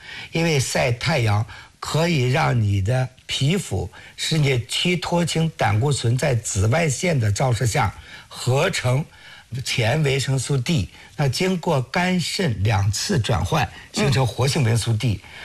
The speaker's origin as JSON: {"language": "Chinese", "country": "China", "said": "因为我们中国人跟西方人不一样啊，包括我是60年代出生，我们那时候别说喝牛奶呢，能吃饱饭就不错了。"}